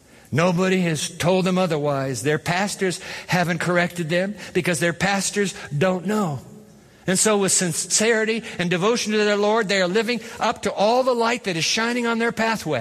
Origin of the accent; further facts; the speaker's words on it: Japan; moved away; I grew up in Japan, and I used to go to school every day on the trains of Japan, back and forth, back and forth, back and forth, back and forth.